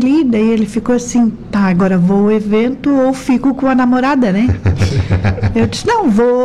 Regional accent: Araranguá, Santa Catarina, Brazil; eu também sou natural de Araranguá, né?

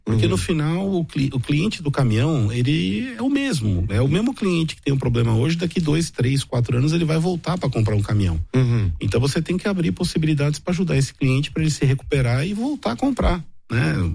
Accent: São Paulo, Brazil; now in São Bernardo do Campo, Brazil; Sou aqui de São Paulo mesmo

